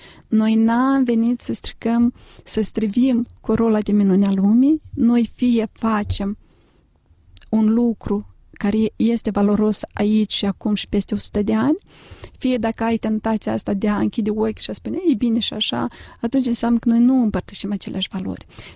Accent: Moldova; Noi am participat în acest proiect 7 femei din Republica Moldova

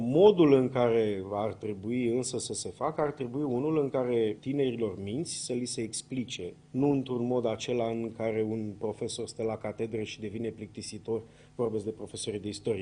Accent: Romania; suntem români

